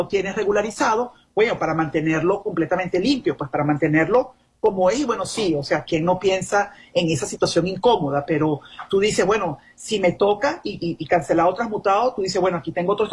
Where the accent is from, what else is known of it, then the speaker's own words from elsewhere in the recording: Venezuela; moved away as an adult; now in United States; qué me hizo salir de mi país, qué me puso a mí como venezolana en esta situación